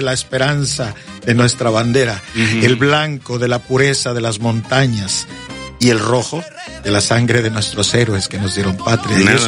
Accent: Veracruz, Mexico; nosotros como costeños, como veracruzanos que somos

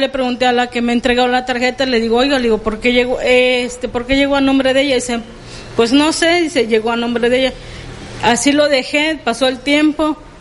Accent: Veracruz, Mexico; yo soy de aquí de Veracruz, pero me fui para allá un tiempo con ella a trabajar

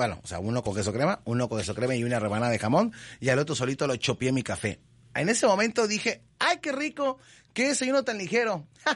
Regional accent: Veracruz, Mexico; porque soy veracruzano

